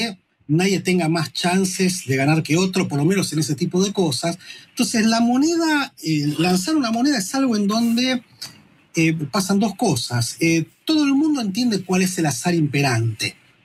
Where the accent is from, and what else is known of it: Argentina